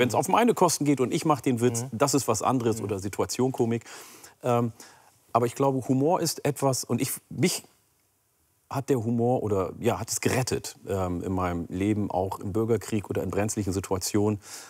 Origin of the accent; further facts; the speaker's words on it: Oromia, Ethiopia; Ich meine, meine Heimat Oromia in Äthiopien, da essen wir auch Grünkohl.